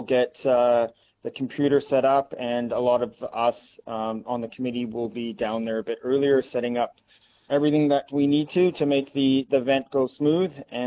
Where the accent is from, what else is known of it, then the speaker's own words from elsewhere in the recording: Squamish, British Columbia, Canada; now in Geraldton, Australia; I'm originally from Squamish, British Columbia.